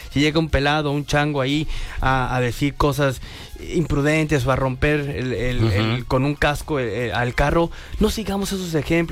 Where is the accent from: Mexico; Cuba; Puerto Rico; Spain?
Mexico; esa fantasía que tenemos como mexicanos